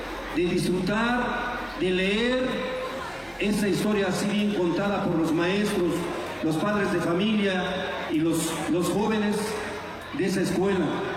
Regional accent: Tlaxiaco, Oaxaca, Mexico; somos tres veces heroica ciudad de Tlaxiaco.

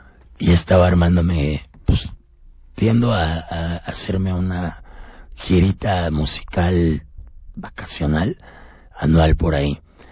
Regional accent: Mexico

